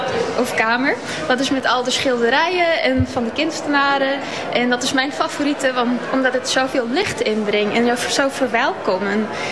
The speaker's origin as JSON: {"language": "Dutch", "country": "South Africa", "tie": "born or raised there", "lives_now": "Vlieland, Netherlands", "said": "Zuid-Afrika, op een natuurreservaat. Dus Vlieland is de tweede beste daarnaast. Ja, nee, maar Vlieland is echt mijn thuis nu."}